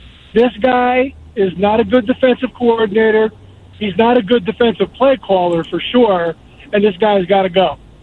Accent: New York, United States; That was the start of my Alabama fandom as a New Yorker.

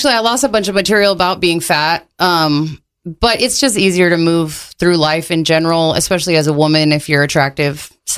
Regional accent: Colorado, United States; I mean, I'm from Colorado

